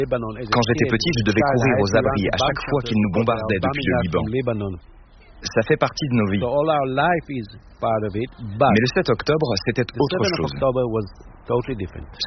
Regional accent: Israel; French is a second language; moved away as an adult; now in Varallo, Italy; Je suis né en Israël.

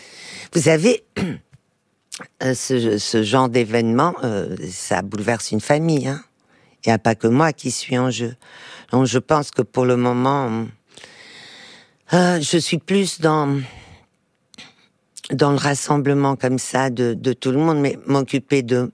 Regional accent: Portugal; born there; first language Portuguese; French is a second language; C'est ça, vous avez, dire ça. Mais je suis née au Portugal.

